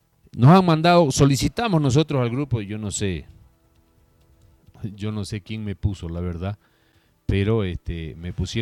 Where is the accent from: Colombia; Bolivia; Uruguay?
Bolivia; Vallegrande, Santa Cruz; born there; Yo nací en la ciudad de Jesús y Montesclaro.